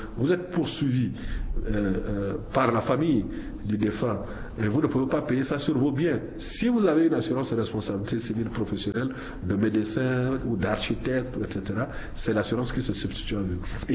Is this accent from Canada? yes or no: no; Central African Republic; Chez nous, en Centrafrique